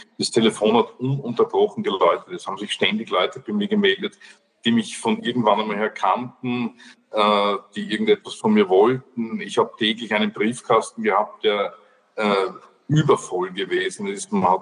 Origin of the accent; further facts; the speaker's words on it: Austria; Als Österreicher ist es so, dass man die, wie wir sagen, Marmeladinger nicht nur unbedingt siegen sehen will